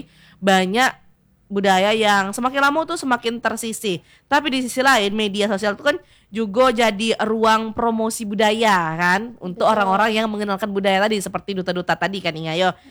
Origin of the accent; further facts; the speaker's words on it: Kedurang, Bengkulu, Indonesia; saya orang Kedurang ya Inga yo.